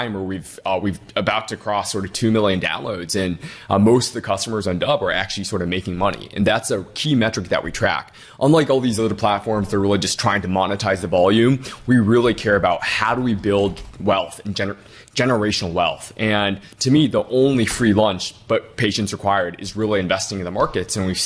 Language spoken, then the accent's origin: English; Detroit, Michigan, United States; Born and raised in Detroit, my parents are immigrants. We didn't have a lot of money growing up.